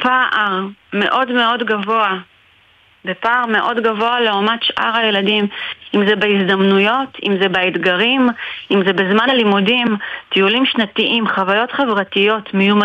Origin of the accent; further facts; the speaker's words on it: Ma'alot, Northern District, Israel; now in Shomera, Israel; אני ממעלות, גם בצפון.